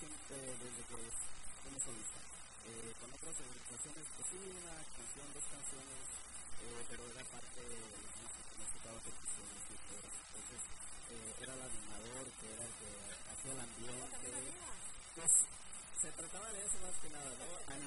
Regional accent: Oaxaca, Mexico; Originario de Oaxaca.

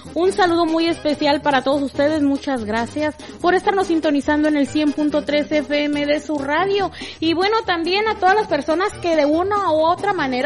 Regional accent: Mexico; now in Central Valley, California, United States; Los que somos de México sabemos cuáles.

